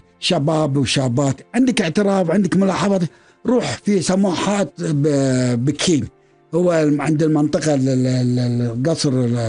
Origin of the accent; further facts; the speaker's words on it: Kuwait; خلقت طبقة وسطى بالكويت وانتعشنا